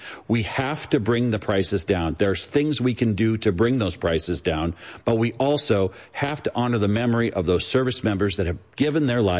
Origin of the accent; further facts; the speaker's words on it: Norfolk, Nebraska, United States; born and raised in Norfolk. I live there today with both my kids, Blake and Brendan, and my wife, Mandy.